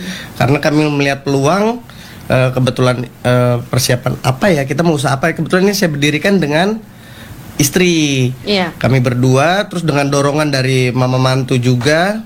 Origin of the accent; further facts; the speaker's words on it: Jakarta, Indonesia; Kebetulan saya asli dari Jakarta, okay, dan saya punya anak namanya Naura.